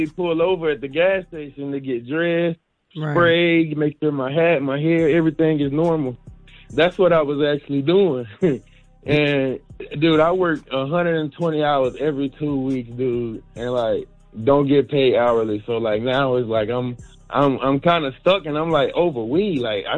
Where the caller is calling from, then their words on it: Charlotte, North Carolina, United States; from Charlotte.